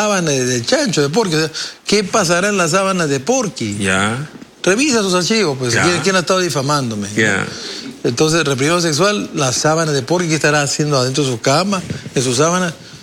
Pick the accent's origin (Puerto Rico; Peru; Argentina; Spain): Peru; Como peruano, quiero que le vaya bien al Perú